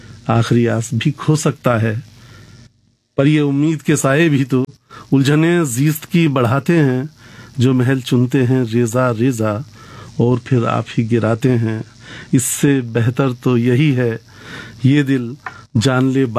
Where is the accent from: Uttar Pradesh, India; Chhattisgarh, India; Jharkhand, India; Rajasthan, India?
Uttar Pradesh, India; Tanda; moved away as an adult; now in Moradabad, India; मैं रामपुर जनपद के टांडा का निवासी हूँ।